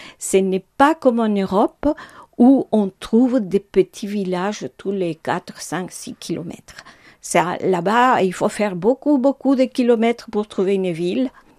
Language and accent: French; Uruguay; moved away; la Pampa, chez nous en Uruguay, c'est bien la fin de la Pampa argentine.